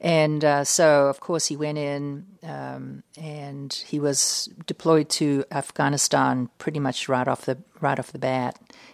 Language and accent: English; United States; And I said, no, I'm here. I'm an American. And I showed them my passport and took off my hijab.